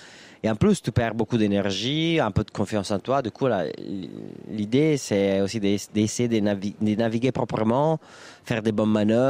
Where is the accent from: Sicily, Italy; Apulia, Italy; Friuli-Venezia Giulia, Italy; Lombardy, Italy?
Lombardy, Italy; Milan; moi je viens pas du tout d'un milieu voileux, je suis des Milan, il n'y a pas de mer